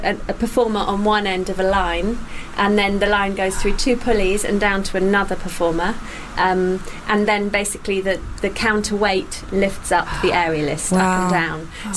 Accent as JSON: {"language": "English", "country": "United Kingdom", "said": "because I'm from the UK"}